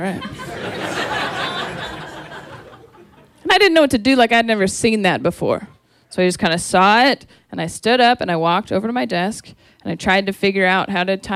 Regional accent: Renton, Washington, United States; born there; I already told you I'm from Renton. I went to school with plenty of girls who ended up stripping.

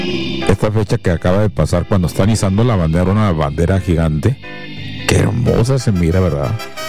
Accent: Mexico; como mexicano que soy

